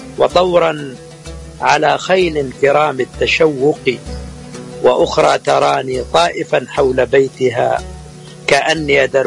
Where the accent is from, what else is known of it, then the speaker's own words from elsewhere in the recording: Egypt; وعندنا في مصر